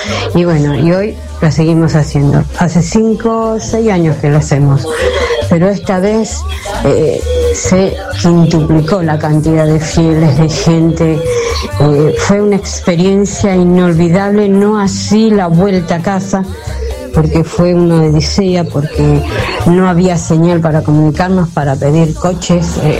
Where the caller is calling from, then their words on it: Francisco Álvarez, Buenos Aires Province, Argentina; Yo vivo en General Rodríguez, bueno, Francisco Álvarez, precisamente.